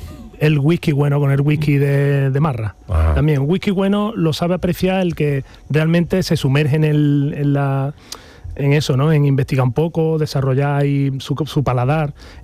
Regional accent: Andalusia, Spain; accent: Cordobés; Pero bueno, por mi acento cordobés veréis que no me llamo Alex.

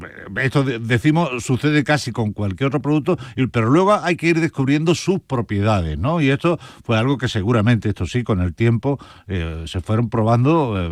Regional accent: Andalusia, Spain; En mi pueblo, en Huelva, hay dos vigas de molino que son verdaderamente impresionantes, ¿eh?

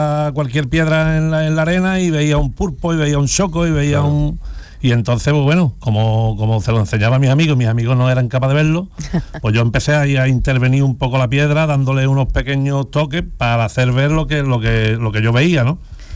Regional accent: San Fernando, Andalusia, Spain; Pero bueno, yo desde pequeño nací en San Fernando, como bien habéis dicho, en la isla.

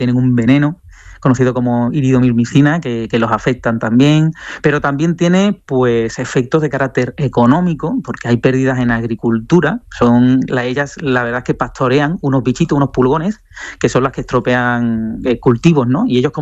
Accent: Sanlúcar de Barrameda, Andalusia, Spain; Sanlúcar, de donde soy yo

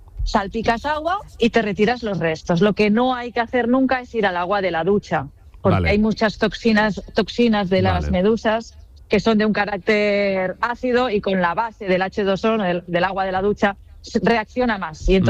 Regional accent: Catalonia, Spain; Por ejemplo, que soy de cerca de Barcelona, en el Mediterráneo no hay tantos, pero algún pez araña puede haber.

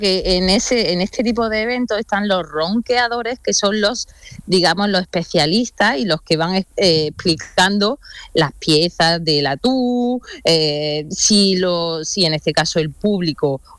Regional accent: Granada, Andalusia, Spain; also born or lived in Cádiz; Anteriormente estaba en Cádiz, soy de Granada.

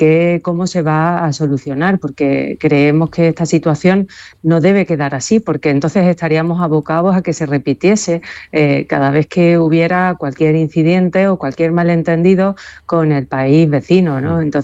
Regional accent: Ceuta, Spain; Los primeros afectados somos los ceutíes

